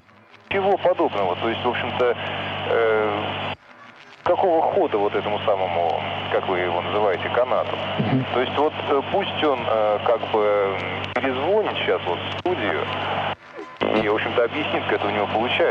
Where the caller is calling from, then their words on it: Volgograd, Volgograd Oblast, Russia; Я, значит, из Волгограда, вот, нас тут подключили...